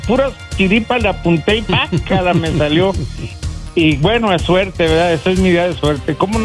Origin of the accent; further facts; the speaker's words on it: Chihuahua, Mexico; born there; En la mera ciudad de Chihuahua.